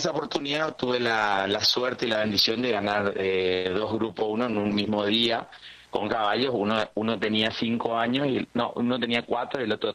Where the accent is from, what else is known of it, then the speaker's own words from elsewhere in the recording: Corrientes, Argentina; yo soy propietario de Corrientes, somos de Corrientes y cuidamos allá en Buenos Aires